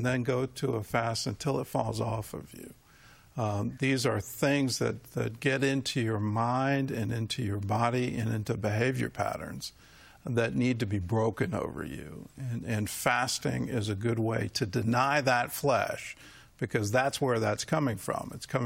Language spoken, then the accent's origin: English; Virginia, United States; the price of gasoline was a full dollar cheaper there than it was in my home state of Virginia.